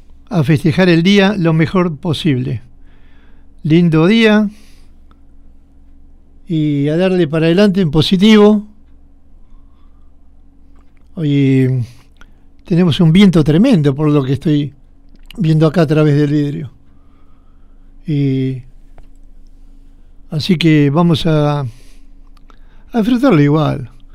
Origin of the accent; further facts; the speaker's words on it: General Rodríguez, Buenos Aires Province, Argentina; soy de acá de Rodríguez, hace 60 años que voy acá